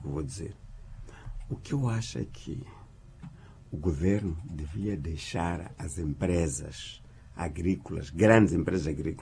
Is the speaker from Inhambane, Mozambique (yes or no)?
yes; Jangamo, Inhambane, Mozambique; ele é um grande agricultor agora em Jangamo, minha terra